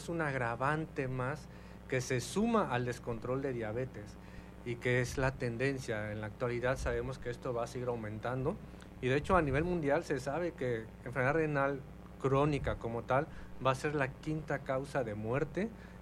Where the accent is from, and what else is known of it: Mexico